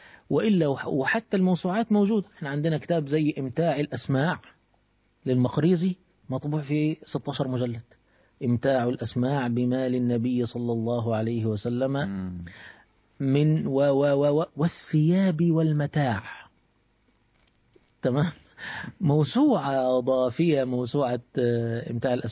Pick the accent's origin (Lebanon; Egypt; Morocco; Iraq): Egypt; دار مريت مشهورة عندنا في مصر